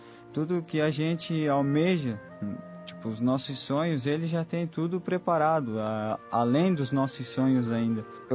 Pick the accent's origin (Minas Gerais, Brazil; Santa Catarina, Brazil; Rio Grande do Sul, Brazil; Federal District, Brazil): Santa Catarina, Brazil; Joinville; eu sou do estado de Santa Catarina, Joinville.